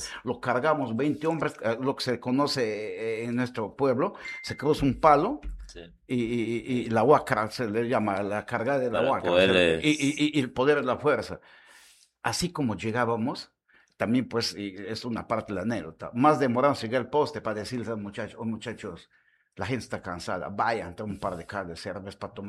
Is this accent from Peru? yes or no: yes; Cuñumbuque, San Martín, Peru; yo soy de Cuñimbuque, me quedo en Cuñimbuque.